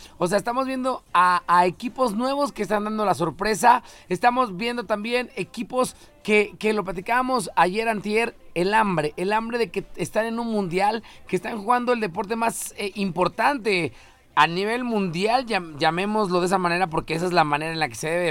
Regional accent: Mexico; yo como mexicano nacionalista

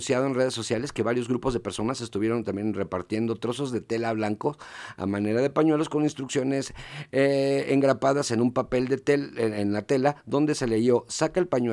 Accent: Mexico City, Mexico; Yo soy chilango, yo iba a ese deportivo a andar en bici.

